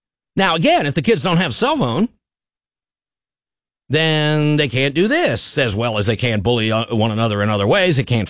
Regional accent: Fairfield, Ohio, United States; Read about a kid in my hometown of Fairfield, Ohio, that has not eaten lunch in the cafeteria.

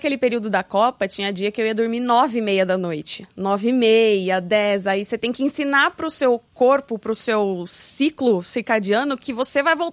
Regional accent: São João da Boa Vista, São Paulo, Brazil; São João da Boa Vista.

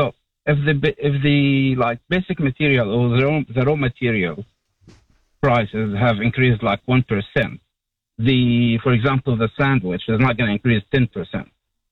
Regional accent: Jordan; I'm from Jordan, and it's totally different how the government like reacts to inflation and price hikes.

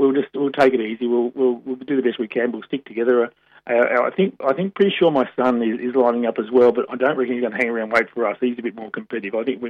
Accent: Australia; born there; We were born here. I mean, through pure good fortune, I was born in Australia

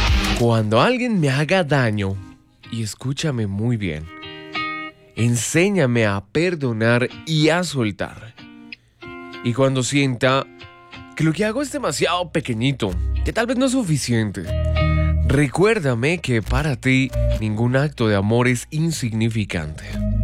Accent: Colombia; Como buen colombiano hay que levantarse, sacudirse un poco el polvo.

